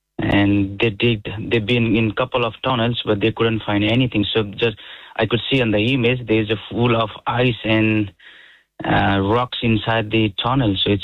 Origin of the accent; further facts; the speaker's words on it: Nepal; Are you talking about Nepal flood? And I'm from Nepal